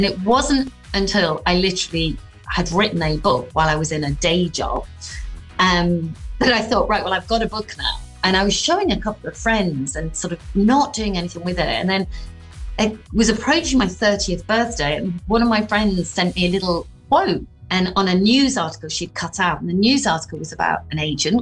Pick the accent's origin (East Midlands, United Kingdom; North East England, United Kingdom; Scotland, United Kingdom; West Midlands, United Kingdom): North East England, United Kingdom; Teesside; So, you know, I am a Teessider.